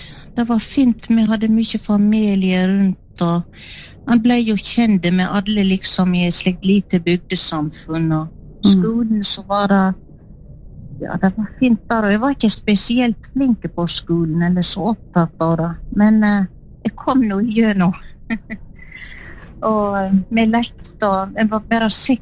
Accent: Skjolden, Vestland, Norway; Jeg vokste opp på Skjolden, på en plass som heter Elvetun, og foreldrene mine de drev inn i et pensjonat

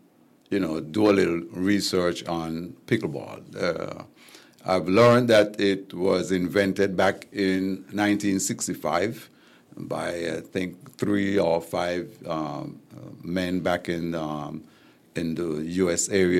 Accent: Challengers, St. Kitts & Nevis; moved away; also born or lived in Sandy Point / Basseterre; I am from Challengers Village. As a matter of fact, I went to school in Sandy Point my first several years in my childhood.

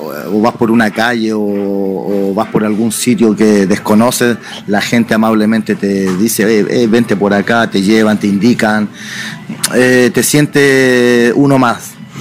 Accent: Santiago, Santiago Metropolitan Region, Chile; born or raised there; moved away as an adult; also born or lived in Arica, Chile; now in Spain

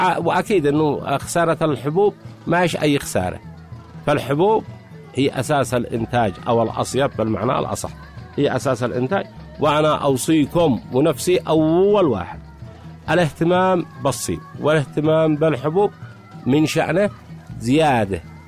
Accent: Sanaa, Amanat Al Asimah, Yemen; بما نسمي عندنا في صنعاء الصيف

